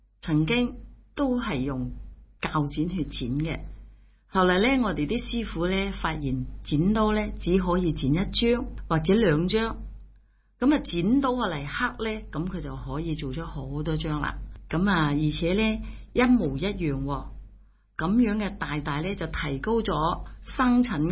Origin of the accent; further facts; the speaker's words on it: Foshan, Guangdong, China; 就刻出嚟我哋佛山人講嘅叫做站紙啊，站公仔紙、站紙，以前喺我哋佛山地區係好流行嘅。